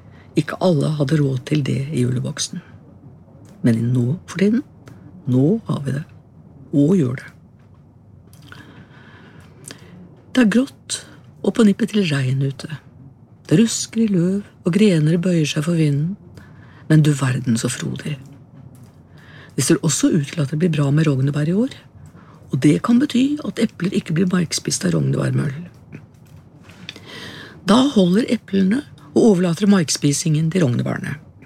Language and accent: Norwegian; Hobøl, Østfold, Norway; born there; now in Våler, Norway; Hjemme i Hobble var den årvis i mai-juni, men i Våler har jeg ikke funnet den på flere år.